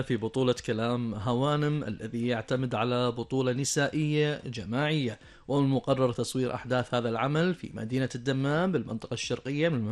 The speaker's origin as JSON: {"language": "Arabic", "country": "Kuwait", "said": "أخبارنا المحلية، أخبار ديرتنا الحبيبة الكويت، عسى الله يحفظها ويعزها دوم يا رب يا كريم"}